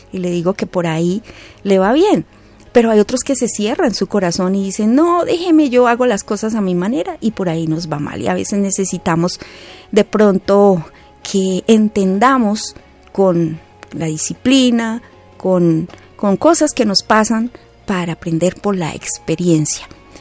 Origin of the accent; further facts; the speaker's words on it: Colombia; Perdónanos como colombianos